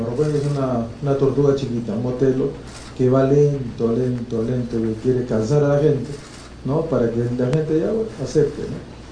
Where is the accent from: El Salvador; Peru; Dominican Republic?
Peru; No hablo como renovación, hablo como peruano.